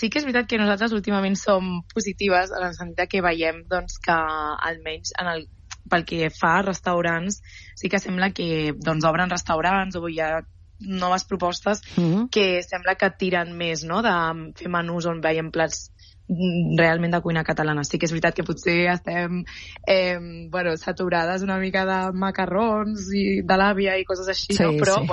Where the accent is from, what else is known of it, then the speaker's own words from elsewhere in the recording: Catalonia, Spain; com a catalans en general